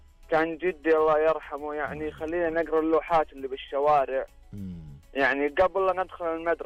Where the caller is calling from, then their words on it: Al-Qassim, Saudi Arabia; accent: Qassimi; أنا من أهل القصيم